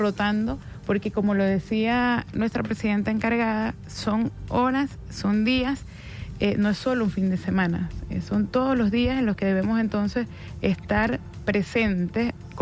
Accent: Venezuela; Esos somos los venezolanos.

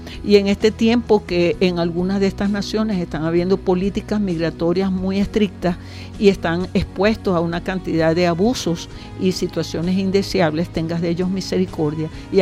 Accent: Venezuela; fuera de nuestro país, porque Venezuela está repartida en el mundo entero

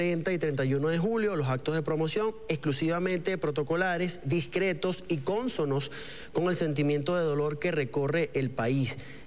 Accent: Venezuela; nos caracteriza como pueblo venezolano

